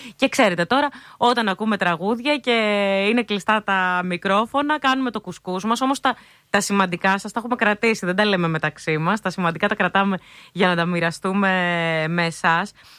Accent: Greece; γιατί είναι κάτι που το έχουμε ως Έλληνες

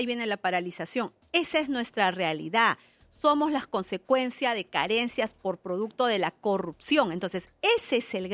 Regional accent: Peru; hay que hacer algo como peruanos y hay que entender el gran poder que tenemos los peruanos.

